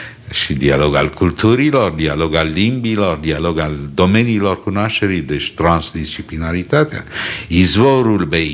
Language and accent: Romanian; Ploiești, Prahova, Romania; moved away as an adult; also born or lived in Paris; m-am născut în 42 la Ploiești, în condițiile deci ale războiului